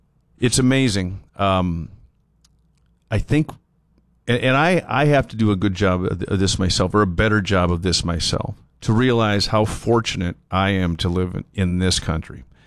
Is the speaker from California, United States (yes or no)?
no; North Dakota, United States; this humble guy that was born and raised in North Dakota.